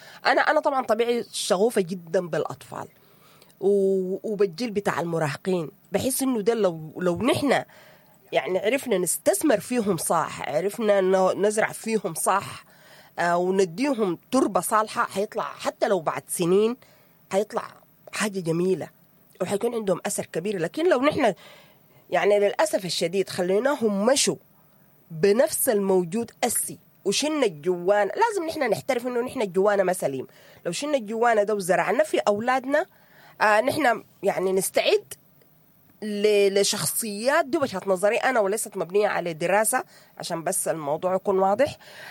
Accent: Sudan; أنا من السودان.

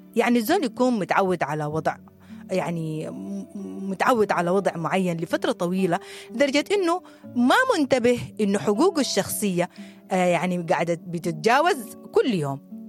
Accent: Sudan; إحنا كسودانيين

